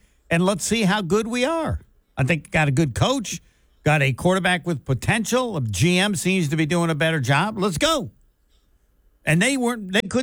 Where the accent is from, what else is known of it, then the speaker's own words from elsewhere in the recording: Wisconsin, United States; because I'm from Wisconsin, the University of Wisconsin.